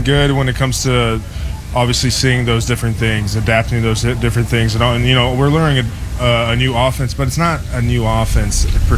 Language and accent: English; Texas, United States; moved away; We're from Texas